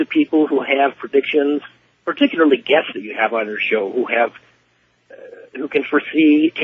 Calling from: Minnesota, United States; I'm calling from Minnesota.

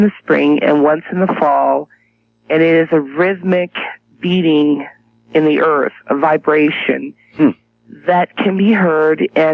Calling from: Mount Shasta, California, United States; I'm calling from the beautiful slopes of Mount Shasta.

